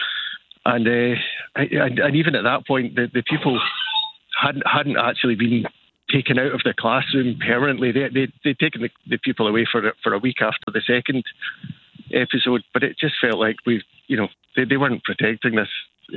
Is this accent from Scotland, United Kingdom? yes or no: yes; Dumfries, Scotland, United Kingdom; I'm actually from Dumfries originally